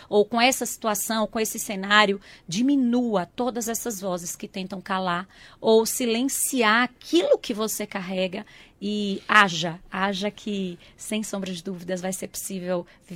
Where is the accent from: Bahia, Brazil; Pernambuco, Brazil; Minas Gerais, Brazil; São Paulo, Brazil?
Bahia, Brazil; João Dourado; Então, eu sou natural de Irecê, mas a minha cidade é João Dourado.